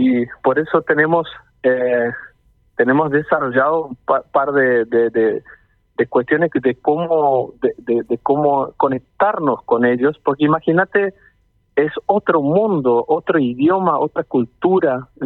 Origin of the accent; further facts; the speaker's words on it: Netherlands; Spanish is a second language; porque como saben que yo soy holandés